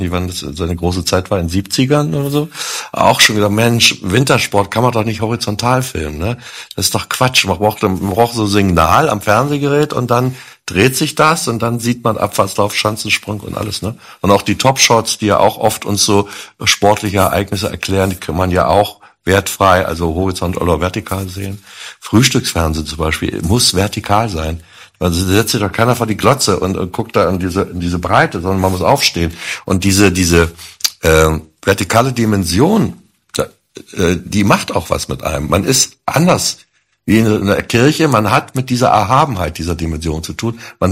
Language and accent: German; Berlin, Germany